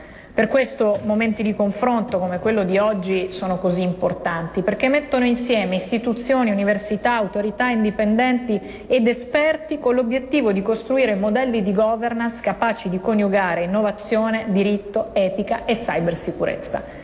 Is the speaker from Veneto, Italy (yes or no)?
no; Umbria, Italy; In Umbria, la mia regione, più nello specifico a Perugia